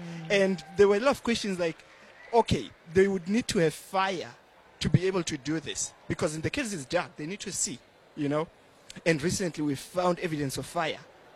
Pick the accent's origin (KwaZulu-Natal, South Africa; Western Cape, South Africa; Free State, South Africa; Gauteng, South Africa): Gauteng, South Africa; Soweto; You know, I'm a Soweto born, raised, you know, born and raised in Soweto.